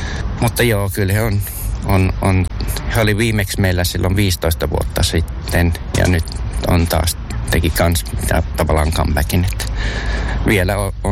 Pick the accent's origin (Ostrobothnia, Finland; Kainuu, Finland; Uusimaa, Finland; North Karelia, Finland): Ostrobothnia, Finland; Vaasa; born there; Synnyin Vaasassa ja sitten sirkus oli Porissa viikon päästä, niin sinne piti mennä.